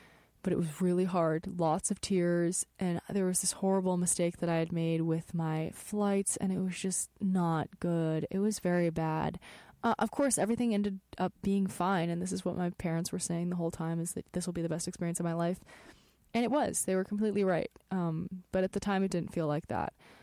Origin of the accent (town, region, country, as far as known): United States; moved away as an adult; also born or lived in Berlin